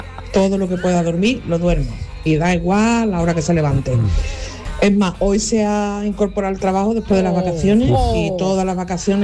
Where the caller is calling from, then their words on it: Mairena del Aljarafe, Andalusia, Spain; de Marina de la Jarafe en Sevilla.